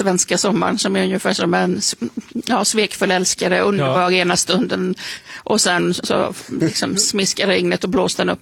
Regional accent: Falkenberg, Halland County, Sweden; moved away as an adult; now in Italy; Men nu var det ju där jag växte upp, så det är en roman som utspelar sig på framförallt 70- och 80-talet. Mm. Och där är Falkenbergs skådeplats.

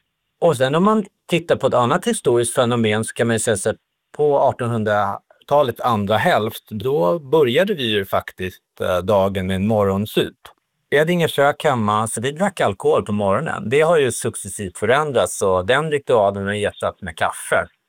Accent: Sweden; Och det är någonting som vi svenskar uppfattar som normbrytande.

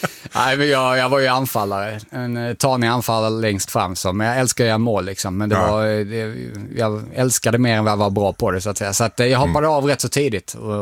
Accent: Dalby, Skåne, Sweden; Jag är från Dalby, så en liten rivalby.

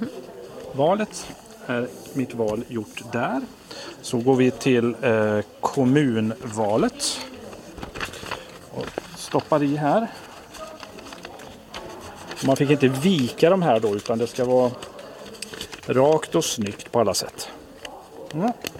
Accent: Mörbylånga, Kalmar County, Sweden; Om man ska, eftersom jag är från Mörbylånga kommun, så skulle jag ju ha blanka här på kommunfullmäktige.

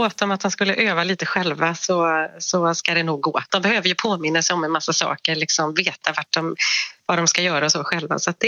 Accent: Borås, Västra Götaland County, Sweden; Så vi är ju från Borås, vet du, så vi håller ju hårt i vår textila tradition

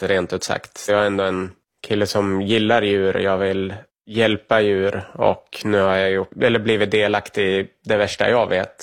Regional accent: Sweden; moved away; jag kommer från Sverige

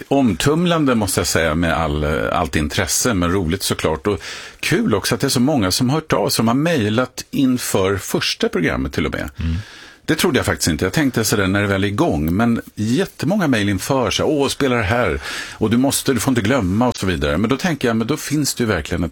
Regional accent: Sweden; jag är från Sverige.

